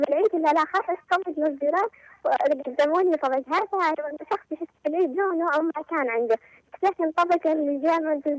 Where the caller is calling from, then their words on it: Marib, Yemen